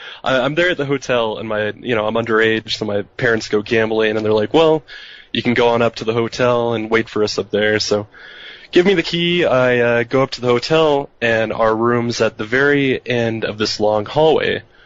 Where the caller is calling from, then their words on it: Denver, Colorado, United States; I'm calling from Denver.